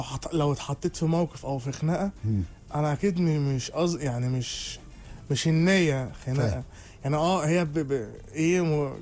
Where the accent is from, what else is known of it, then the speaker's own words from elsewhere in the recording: Al-Basatin, Cairo Governorate, Egypt; ودلوقتي قاعد في المعادي بقى، بس منطقتي وتربيت هناك. واحنا هناك عائلات يعني.